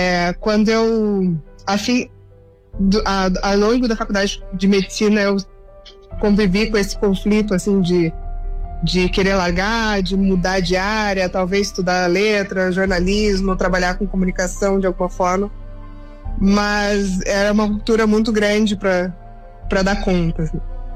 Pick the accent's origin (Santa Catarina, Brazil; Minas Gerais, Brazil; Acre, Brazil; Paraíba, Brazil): Santa Catarina, Brazil; Balneário Camboriú; born there; moved away as an adult; also born or lived in Passo Fundo, Rio Grande do Sul; now in Curitiba, Brazil; eu nasci no Rio Grande do Sul, né? Morei até mais ou menos metade da minha vida em Passo Fundo, Rio Grande do Sul, e me criei basicamente em Balneário Camboriú, Santa Catarina, para depois, na vida adulta, morar em Curitiba